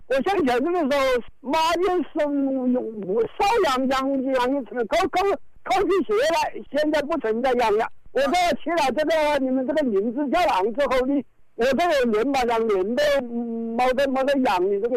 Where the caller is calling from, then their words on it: Wuhan, Hubei, China; 我是海南区通云镇的。